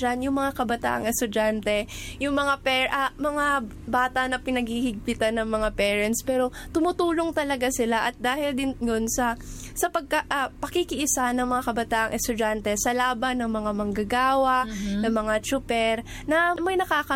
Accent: Visayas, Philippines; Tagalog is a second language; now in Manila, Philippines; mahirap yung lengguahe kasi laking Bisaya ako.

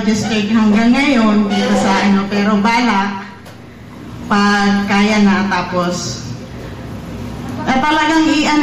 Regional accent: Gubat, Bicol Region, Philippines; Ariman po.

